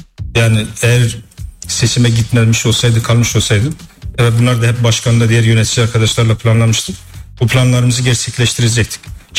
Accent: Kars, Turkey; moved away as an adult; also born or lived in Netherlands; Ama ben Kars doğumluyum. 18 yaşıma kadar Kars'ta amatör Kars Adalet Gücü.

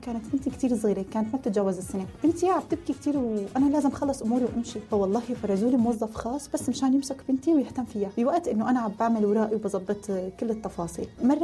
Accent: Syria; now in Turkey; يعني نحن هون كسوريين ما لنا مشكلة

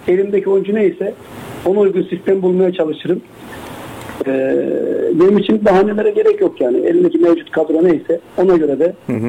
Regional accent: Amasya, Turkey; moved away as an adult; now in Izmir, Turkey; Aslında kendim İzmirli değilim. Amasya'nın küçük bir ilçesinde Taşoğlu'yum. Ama benim çoğu arkadaşlarım İzmirli olarak bilir. Eşim buralı. Haliyle zaten hanım köylü olduk.

